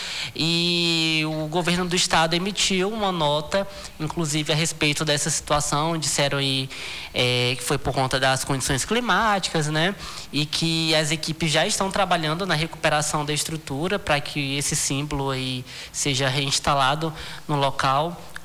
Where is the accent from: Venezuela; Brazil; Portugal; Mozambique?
Brazil; Acre; Tenho muito orgulho de dizer que sou acreano, porque a bandeira do Acre é muito bonita mesmo.